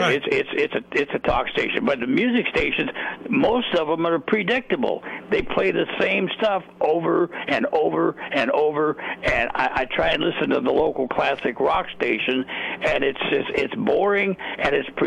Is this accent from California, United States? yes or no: yes; San Luis Obispo, California, United States; I mean, growing up in San Luis Obispo, I was a cruiser from 62 to 64.